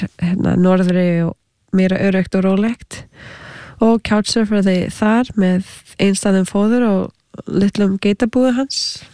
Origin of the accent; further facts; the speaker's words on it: Canada; ég ólst upp í Kanada með hálf indverskri móðu frá Suður Ameríku svo ég var þegar alþjóðlegt barn